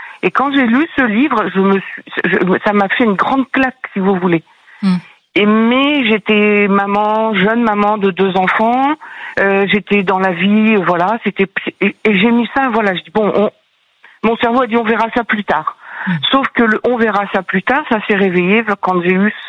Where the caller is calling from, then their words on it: Brittany, France; Donc, j'habite en Bretagne. Mmh. J'ai 64, bientôt 65 ans.